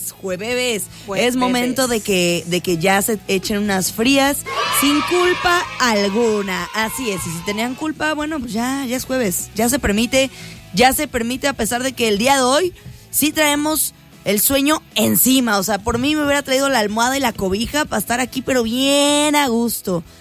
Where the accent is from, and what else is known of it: Mexico